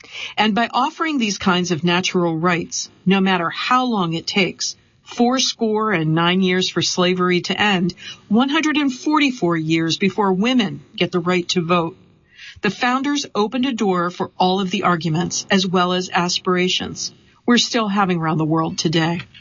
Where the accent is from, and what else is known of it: Chicago, Illinois, United States; born or raised there